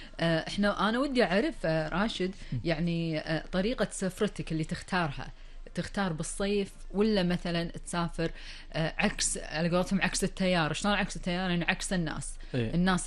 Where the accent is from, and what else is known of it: Kuwait